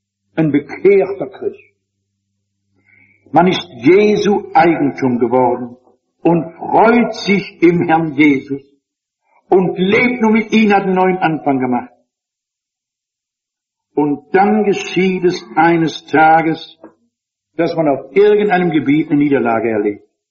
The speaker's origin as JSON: {"language": "German", "region": "Hesse", "country": "Germany", "tie": "born or raised there", "said": "Ich bin groß geworden im Schatten der Saalburg. Das ist eine alte römische Burg, die man im Taunus ausgegraben hat, die man wieder aufgebaut hat."}